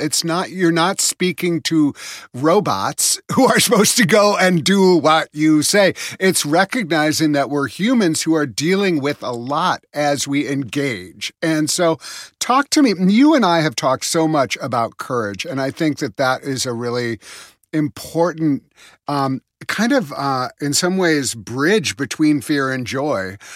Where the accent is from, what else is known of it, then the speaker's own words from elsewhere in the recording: Madison, Wisconsin, United States; I grew up in Madison, Wisconsin. You know, we were all commies there